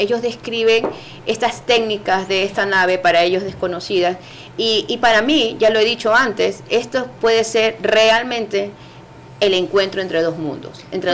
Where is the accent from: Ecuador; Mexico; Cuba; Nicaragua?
Ecuador